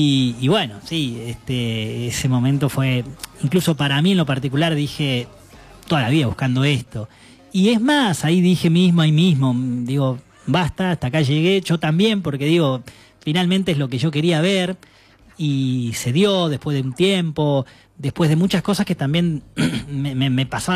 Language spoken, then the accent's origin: Spanish; Doblas, La Pampa, Argentina; also born or lived in Buenos Aires; now in Santa Rosa, Argentina; soy de Doblas, soy de Doblas, claramente, pero no pensé que iba a forjarme acá.